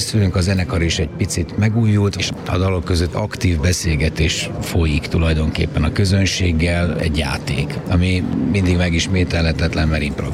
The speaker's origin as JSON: {"language": "Hungarian", "town": "Pécs", "region": "Baranya", "country": "Hungary", "tie": "born there", "moved": "yes", "said": "Én pécsi vagyok, tehát tulajdonképpen hazamehetek"}